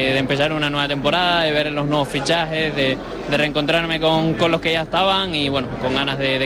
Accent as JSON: {"language": "Spanish", "town": "Tegueste", "region": "Canary Islands", "country": "Spain", "tie": "born or raised there", "moved": "yes", "lives_now": "Barcelona, Spain", "said": "Siempre llevo por bandera ser de mi pueblo, creo que es lo más bonito que hay. Me crié aquí con mucha gente que hoy ha venido a verme"}